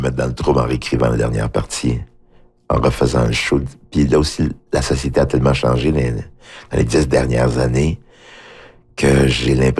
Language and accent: French; Haiti; Je dis, oui, je viens d'Haïti, mais je suis en Haïti, mais qu'est-ce que ça veut dire?